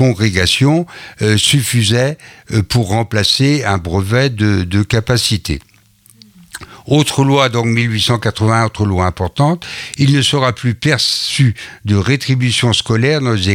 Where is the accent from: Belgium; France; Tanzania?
France; Inzinzac-Lochrist, Brittany; je suis originaire de Le Christ Azazac moi-même.